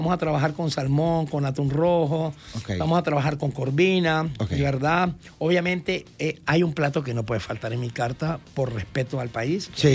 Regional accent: Peru; now in El Salvador; yo como peruano

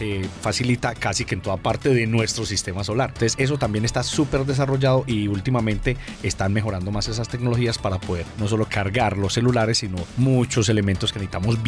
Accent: Colombia; no solamente como personas, seres humanos, sino también como colombianos

